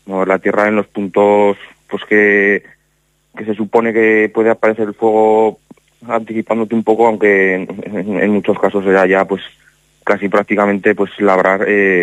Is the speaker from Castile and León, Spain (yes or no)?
no; Sádaba, Aragon, Spain; pues en Sadaba, que es mi pueblo, pues también todos que tenemos algún piso o alguna casa